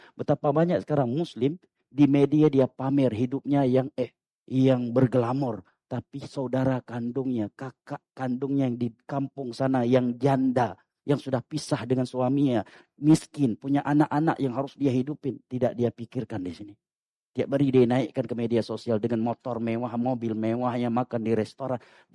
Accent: Aceh, Indonesia; sebagai orang Aceh.

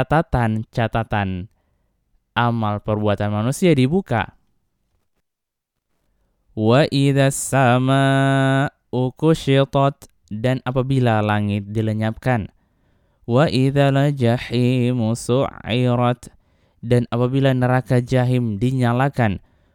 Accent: Kendari, Southeast Sulawesi, Indonesia; kita sebagai orang Kendari ya

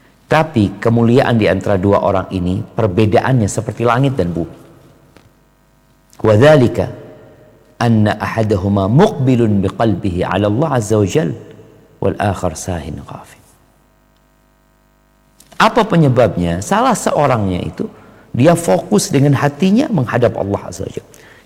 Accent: Indonesia

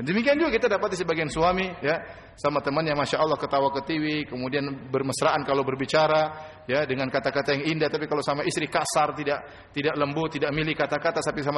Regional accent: South Sulawesi, Indonesia; Ya, saya orang Bugis, ente orang Madura. Gimana sambungnya? Kita bukan kerabat.

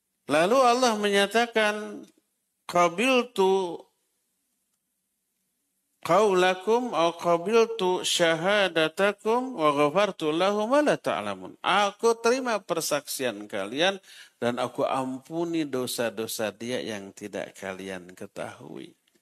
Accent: Sunda, Indonesia

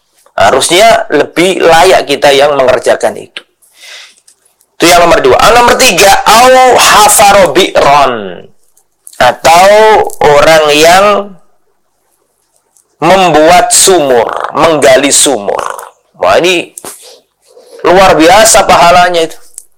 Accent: Lamongan, East Java, Indonesia; daerah saya itu di Lamongan sana

